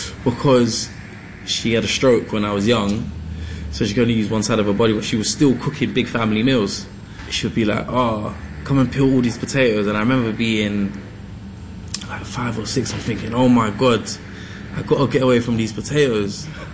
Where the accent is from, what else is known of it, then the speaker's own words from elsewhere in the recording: Guyana; also born or lived in Barbados; so obviously where I'm from is from Guyana and Barbados.